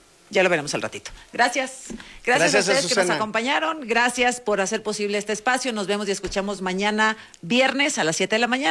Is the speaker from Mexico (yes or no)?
yes; Nuevo León, Mexico; yo soy de Nuevo León